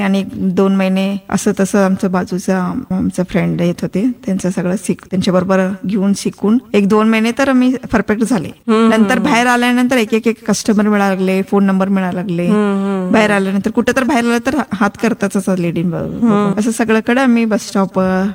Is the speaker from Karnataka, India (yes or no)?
yes; Karnataka, India; moved away as an adult; now in Halga, India; आम्ही माहेर गांधीनगर.